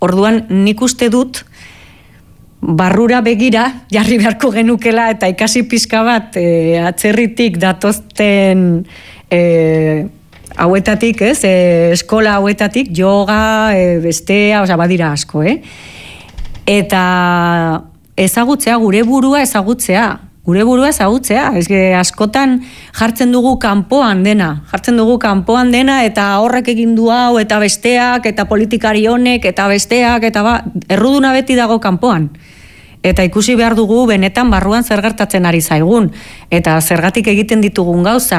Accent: Navarre, Spain; Basque is a second language; Eta pues, Nafarroan, pues hori, ba, ni bezala, oza, ni euskaldun berria naiz.

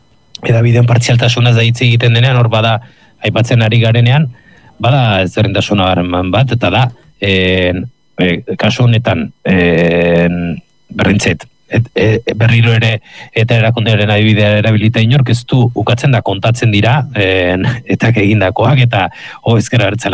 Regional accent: Basque Country, Spain; born or raised there

